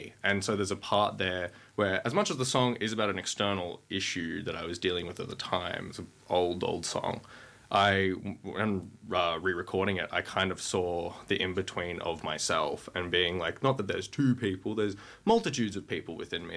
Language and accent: English; Central Coast, New South Wales, Australia; I grew up on the Central Coast